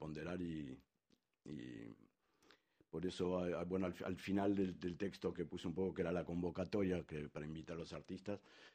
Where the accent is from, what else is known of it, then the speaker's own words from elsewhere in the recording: Argentina; moved away; en mi país, en Argentina o acá también